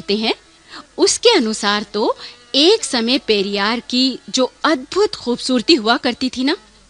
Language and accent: Hindi; Kerala, India; now in Delhi, India; बचपन तो मेरा केरल में बीता था, मगर बाद में मैं दिल्ली चली आई।